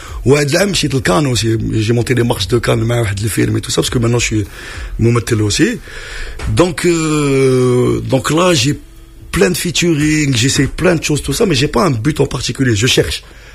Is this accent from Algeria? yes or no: yes; Algeria; منين انت من الجزائر حضرتك من الجزائر